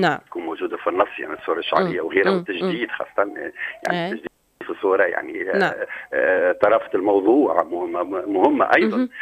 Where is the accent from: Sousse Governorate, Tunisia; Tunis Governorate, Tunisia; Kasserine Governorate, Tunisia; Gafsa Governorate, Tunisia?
Kasserine Governorate, Tunisia; Majel Bel Abbès; هالبلاد اللي جات في غرب البلاد اللي جات محلية الجزائر اللي جات بين جبال